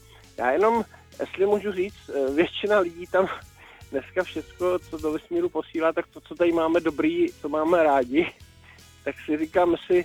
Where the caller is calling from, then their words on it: Brno, South Moravian Region, Czechia; já jsem teda z Brna